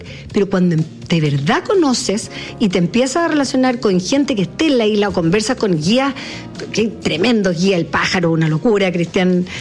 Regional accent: Chile; como chilena yo tendría que saber esta información de todo lo que pasa aquí.

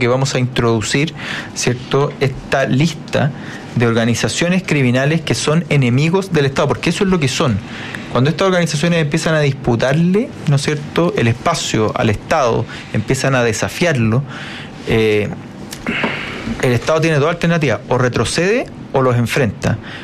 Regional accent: Chile; esto yo en mi país no lo voy a aguantar.

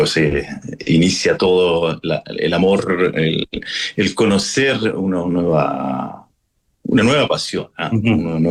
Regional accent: São Paulo, Brazil; also born or lived in Chile; crecí en São Paulo, en Brasil, uh-huh, ya, por temas familiares. Nos fuimos a vivir los años 80. En el año, justamente el inicio del 91, regresamos a Chile

